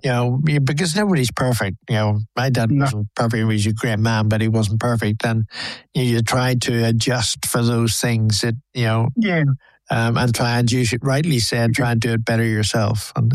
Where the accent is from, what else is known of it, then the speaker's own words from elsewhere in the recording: Belfast, Northern Ireland, United Kingdom; I mean, I grew up in Belfast and it was all bad in Belfast.